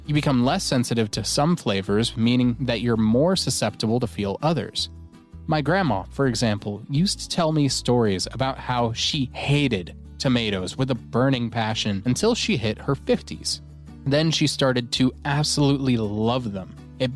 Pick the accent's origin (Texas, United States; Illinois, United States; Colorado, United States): Colorado, United States; one of the owners, Joel Adams, is also from Colorado, about an hour north from my hometown.